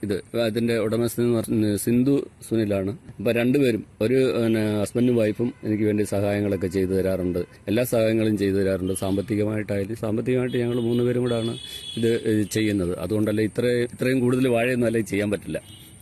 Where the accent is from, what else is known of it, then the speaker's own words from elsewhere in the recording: Pathanamthitta, Kerala, India; എന്റെ നാട് പത്തനംതിട്ടയാണ്, ഇവിടെ വന്ന് ഇപ്പൊ സ്ഥിരതാമസമായി.